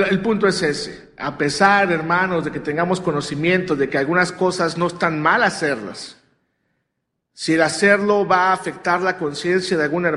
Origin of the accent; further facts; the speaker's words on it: Mexico; moved away; Si usted creció como yo crecí en México, sin arbolito de Navidad